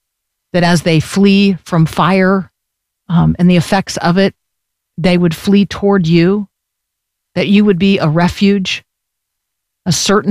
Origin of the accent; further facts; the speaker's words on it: Tampa, Florida, United States; I grew up in Florida, and every single day these cumulonimbus clouds would grow in volume over the course of the day.